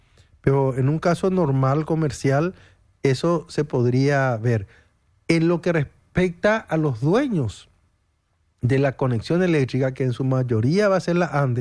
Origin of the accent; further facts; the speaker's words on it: Paraguay; así somos los paraguayos